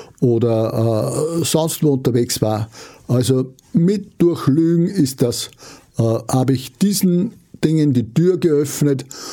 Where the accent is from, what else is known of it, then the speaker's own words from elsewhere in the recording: Freistadt, Upper Austria, Austria; Ich bin in Freistadt im Müllviertel, das ist 40 Kilometer nördlich von Linz, aufgewachsen auf einem Bauernhof und meine Eltern betrieben eine Landwirtschaft